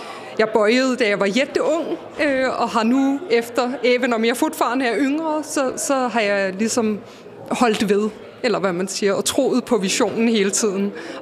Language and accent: Swedish; Copenhagen, Capital Region of Denmark, Denmark; moved away as an adult; now in Laholm, Sweden; Det började med att jag bodde i mitten av Köpenhamn och jag är uppvuxen i Köpenhamn